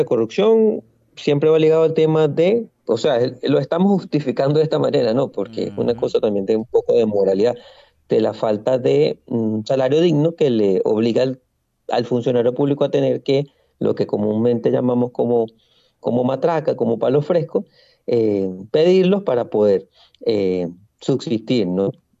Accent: Venezuela

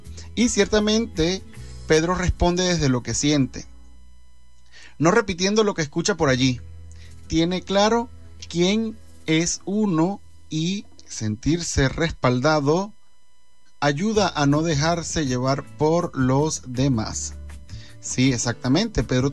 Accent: Eastern Venezuela, Venezuela; moved away

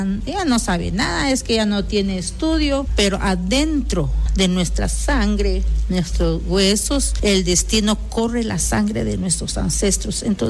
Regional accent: Alta Verapaz, Guatemala; first language Q'eqchi'; Spanish is a second language; soy de Alta Verapaz y mi idioma es Quechí.

